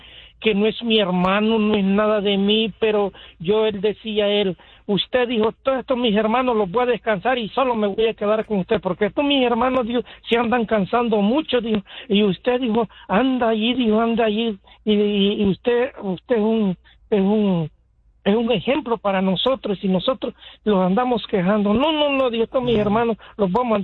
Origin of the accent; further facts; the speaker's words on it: Honduras; yo soy de Honduras